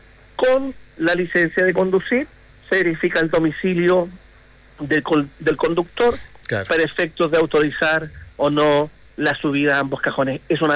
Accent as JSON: {"language": "Spanish", "town": "Linares", "region": "Maule", "country": "Chile", "said": "los que somos de Linares"}